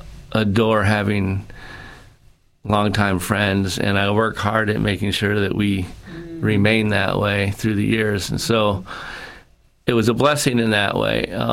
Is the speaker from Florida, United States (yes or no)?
no; Marcellus, New York, United States; also born or lived in Rochester / Syracuse / Boulder, Colorado; I grew up. I was born in Rochester, but then we moved to Syracuse. I grew up in Marcellus, which is a suburb of Syracuse.